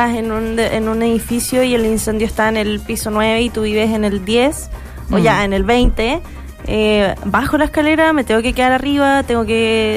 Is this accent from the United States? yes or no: no; Aysén, Chile; moved away; yo soy de Aysén, allá también hacíamos evacuaciones como generales de toda la ciudad